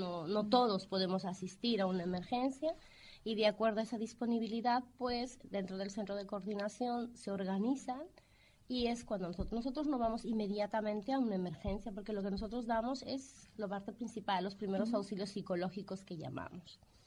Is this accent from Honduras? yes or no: no; Cusco, Peru; moved away as an adult; now in Mataró, Spain; soy del Cusco.